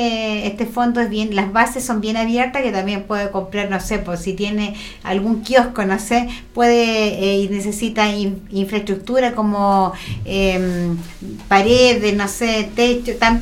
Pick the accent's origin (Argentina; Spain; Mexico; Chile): Chile; Maule; moved away; Bailo cueca, vengo de la región del Maule, ¿cómo no voy a bailar cueca?